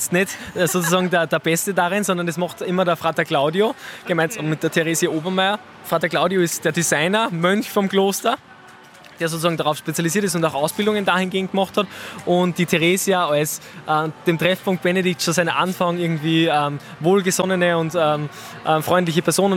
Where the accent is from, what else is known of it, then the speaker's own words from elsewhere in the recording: Upper Austria, Austria; also born or lived in Kremsmünster; Ja, man könnte sagen Kremsmünsterer, weil ich hier maturiert habe und auch zur Schule gegangen bin. Also meine schulische und geistliche Heimat sozusagen, aber ich komme eigentlich aus dem Nachbarort.